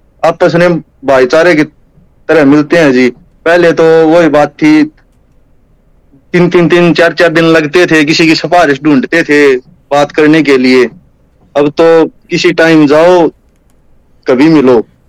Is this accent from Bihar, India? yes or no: no; Charkhi Dadri, Haryana, India; born there; मैं जो हमारे दादरी में स्कूल है, केन स्कूल हो गया, और एचडी साला आवास यहाँ पे पढ़ा हुआ हूँ जी।